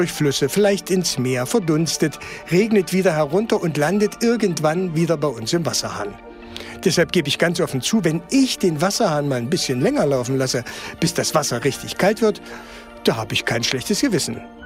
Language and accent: German; Saxony-Anhalt, Germany; Ich komme aus Sachsen-Anhalt. Da, wo ich wohne, schlägt der Regenschatten des Harzes voll zu.